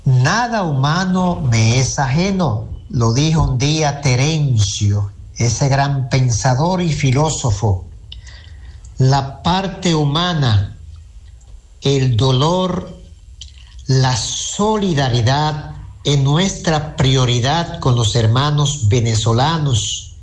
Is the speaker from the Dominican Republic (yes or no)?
yes; Dominican Republic